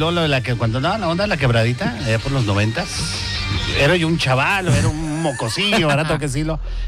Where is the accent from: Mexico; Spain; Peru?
Mexico